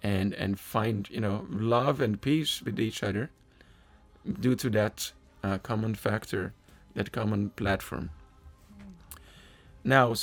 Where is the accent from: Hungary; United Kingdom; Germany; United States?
Hungary; For example, I'm from Hungary. I became a devotee in New York.